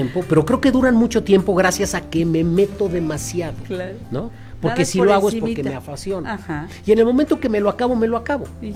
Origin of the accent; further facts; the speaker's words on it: Mexico; el hilo conductor son los usos y costumbres de cómo somos los mexicanos.